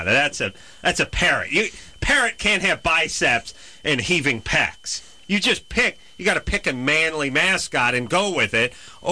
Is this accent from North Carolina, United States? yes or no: no; Los Angeles, California, United States; Calling from North Hollywood. Yeah. That's my hometown.